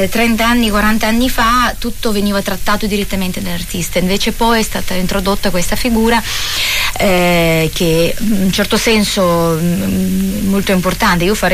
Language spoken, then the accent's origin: Italian; Urals, Russia; Italian is a second language; moved away as an adult; also born or lived in Moscow; now in Italy; nella mia città natale, negli Urali. Perché io forse dovrei dire che unisco nelle mie origini il sangue ucraino della mia mamma di Militopoli